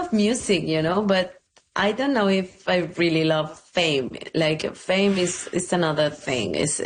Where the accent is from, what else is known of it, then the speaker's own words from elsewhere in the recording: Veracruz, Mexico; I grew up in Veracruz